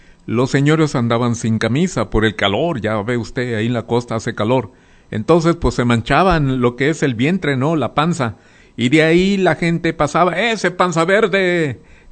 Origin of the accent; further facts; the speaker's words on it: Santiago Ixcuintla, Nayarit, Mexico; born there; also born or lived in Miami / Chicago / San Francisco / Los Angeles; now in Tepic, Mexico; he hecho también aquí en Tepic, que es mi segunda casa. Soy tepqueño de adopción, soy adoptivo. Pero mi ombligo lo tengo ahí en Santiago, orgullosamente. Trabajé en Estados Unidos y donde quiera que anduve, cuando estuve en Miami, estuve en Chicago, en San Francisco, viví en Los Ángeles, y en varias partes viví.